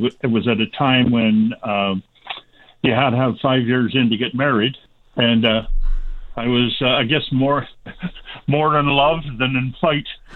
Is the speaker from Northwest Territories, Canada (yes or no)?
no; Sault Ste. Marie, Ontario, Canada; also born or lived in Toronto; now in Meaford, Canada; Yes, I'm from Sault Ste. Marie.